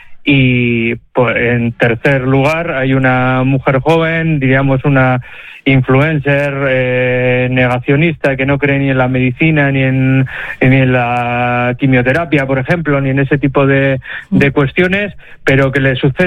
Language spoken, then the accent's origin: Spanish; Santurtzi, Basque Country, Spain; yo soy de Santurchi, entonces yo tengo ADN costero pesquero